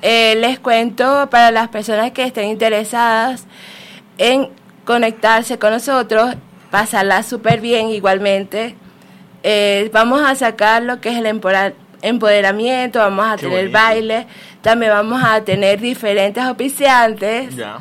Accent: Venezuela; now in Guayaquil, Ecuador; Sí, yo soy venezolana.

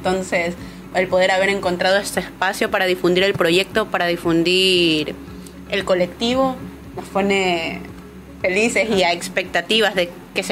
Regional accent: Quevedo, Los Ríos, Ecuador; yo soy originaria de Quevedo

